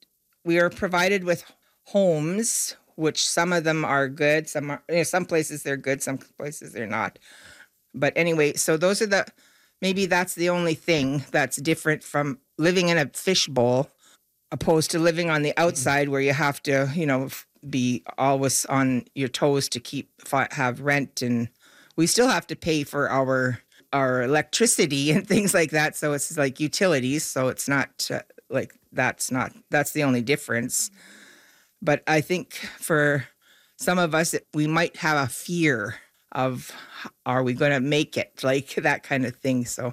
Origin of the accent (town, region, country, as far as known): Fisher River, Manitoba, Canada; born there; also born or lived in Selkirk, Manitoba